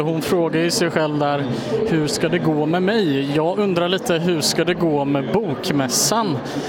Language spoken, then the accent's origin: Swedish; Motala, Östergötland, Sweden; Jag kommer från Motala.